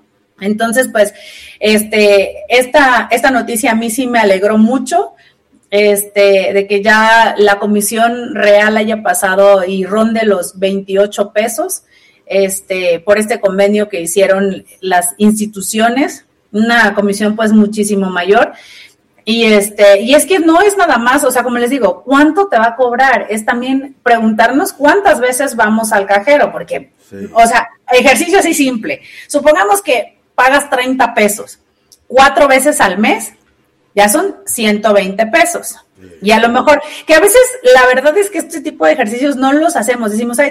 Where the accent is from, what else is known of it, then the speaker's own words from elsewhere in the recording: Alvarado, Veracruz, Mexico; Por ejemplo, yo que soy de Alvarado, en Alvarado antes no había cajeros ni bancos, pero había Coppel.